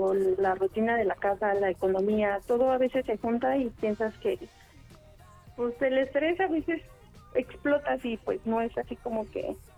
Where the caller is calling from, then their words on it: Mexico City, Mexico; Yo estoy aquí en la Ciudad de México.